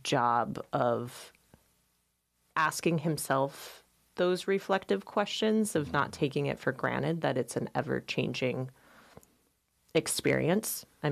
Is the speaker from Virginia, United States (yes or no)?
no; Alaska, United States; I always identify myself first as an Alaskan.